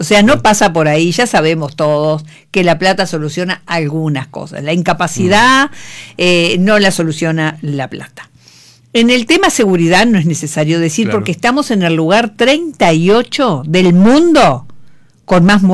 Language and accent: Spanish; Uruguay; Muy vanidosos, muy agrandados somos los uruguayos, con chapa de modestos.